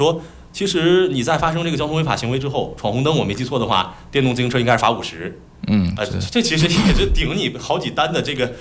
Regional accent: northern China, China; now in Fuzhou, China; 因为我是北方人。

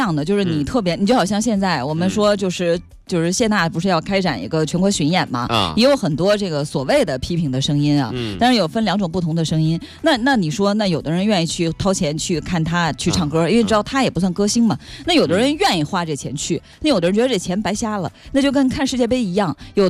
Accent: Fuzhou, Fujian, China; 就是福州县也是我们的家乡嘛

